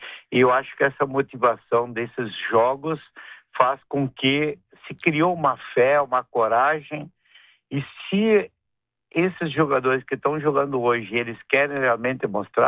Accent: Nova Bassano, Rio Grande do Sul, Brazil; now in Canoas, Brazil; eu sou um gaúcho da Nova Bassano, que sou gaúcho que mora em Canoas, a empresa fica em Porto Alegre, da nossa matriz ainda, né? Sou brasileiro

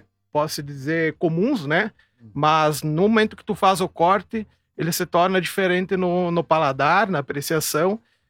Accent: Brazil; Natural aqui da comunidade de Santo Isidoro, interior. Agricultor, família também de agricultores.

